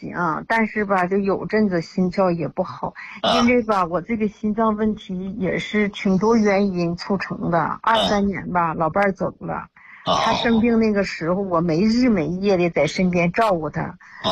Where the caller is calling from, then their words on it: Tianjin, China; 我家是天津的。